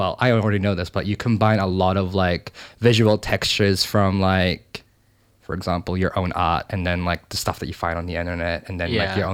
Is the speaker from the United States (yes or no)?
no; Philippines; I'm Filipino as well.